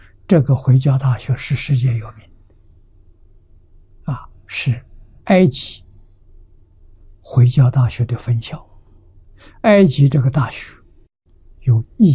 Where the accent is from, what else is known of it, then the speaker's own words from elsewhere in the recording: China; 我们中国人